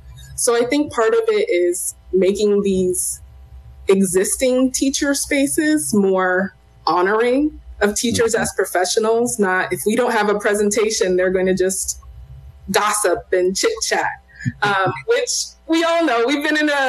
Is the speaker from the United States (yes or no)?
yes; Long Beach, California, United States; moved away as an adult; also born or lived in Boston / San Francisco; now in Philadelphia, United States; I grew up in Long Beach, California, going to those public schools. And so I had that Southern California experience.